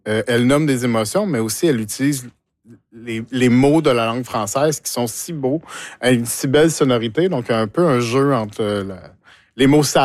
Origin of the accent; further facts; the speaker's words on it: Saint-Claude, Quebec, Canada; moved away as an adult; now in Rimouski, Canada; Mais moi, je viens de Saint-Claude, qui est un village de champs et de forêts.